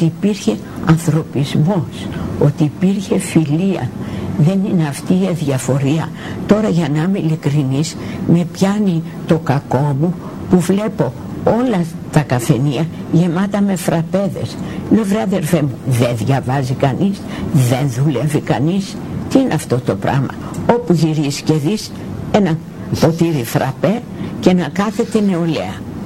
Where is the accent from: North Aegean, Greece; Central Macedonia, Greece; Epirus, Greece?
North Aegean, Greece; Chios; now in Athens, Greece; Έφυγα από τη Χίο και πήγα στην Αθήνα διότι ήθελα να νιώσω λίγο ανεξάρτητη.